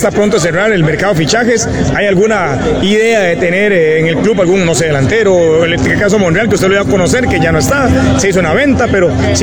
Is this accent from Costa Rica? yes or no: yes; Turrialba, Cartago, Costa Rica; el mensaje para Turrialba, mi pueblo, de que sí se puede salir adelante